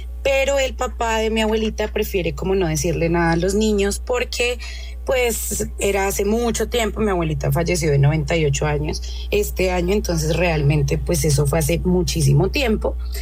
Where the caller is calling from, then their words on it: Bogotá, Colombia; Desde aquí de Bogotá.